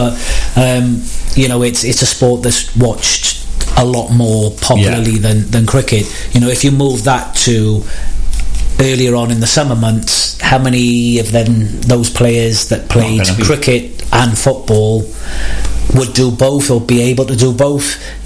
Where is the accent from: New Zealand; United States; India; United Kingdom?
United Kingdom; we're not used to this kind of weather being British